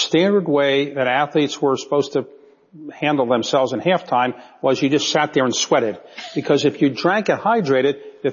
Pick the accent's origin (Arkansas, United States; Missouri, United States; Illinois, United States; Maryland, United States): Maryland, United States; Baltimore; when I was growing up in Baltimore, there was a sport called lacrosse